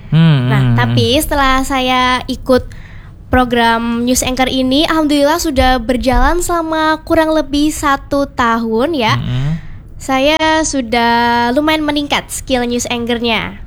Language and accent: Indonesian; Sidoarjo, East Java, Indonesia; Oh, kalau aku ini arek Sidoarjo, Cak.